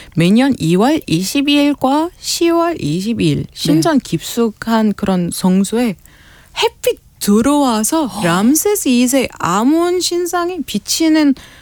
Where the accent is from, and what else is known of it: Alexandria, Alexandria Governorate, Egypt; born or raised there; moved away